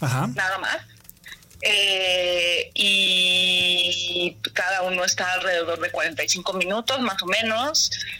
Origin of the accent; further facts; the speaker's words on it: Mexico; todos como mexicanos